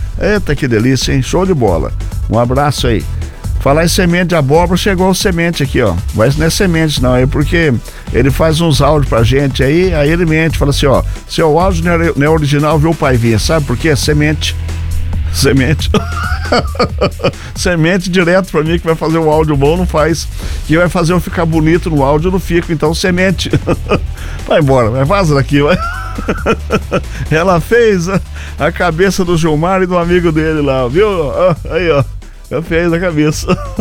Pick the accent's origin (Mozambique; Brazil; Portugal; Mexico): Brazil; Ribeirão do Pinhal, Paraná; É, sou de Ribeirão do Pinhal, Osvaldo.